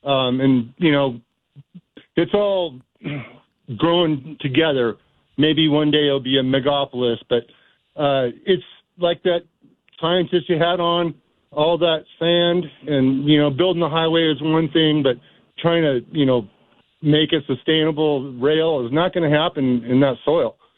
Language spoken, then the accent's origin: English; Bakersfield, California, United States; Well, I grew up in Bakersfield, and, you know, it has a terrible rep of being the armpit of California, but thank God for